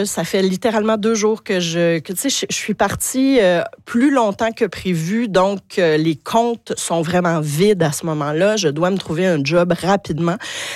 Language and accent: French; Saguenay, Quebec, Canada; J'ai grandi au Saguenay, où on était à cause du boulot de mon père